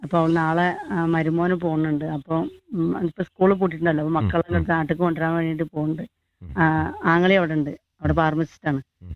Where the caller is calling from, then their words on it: Tirunavaya, Kerala, India; ഞാൻ മലപ്പുറത്തു നിന്നാണ്. … മലപ്പുറം. മലപ്പുറം ജില്ലയിലെ തിരുനാവായ അടുത്താണ്.